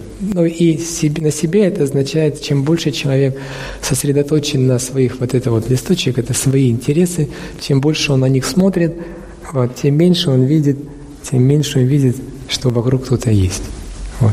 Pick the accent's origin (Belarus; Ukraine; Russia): Russia; Я говорю, он меня спрашивает, ты откуда? Я с России.